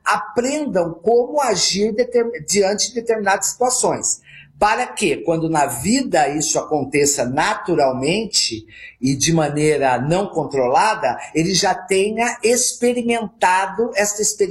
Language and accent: Portuguese; Ourinhos, São Paulo, Brazil; em Ourinhos, que é onde eu nasci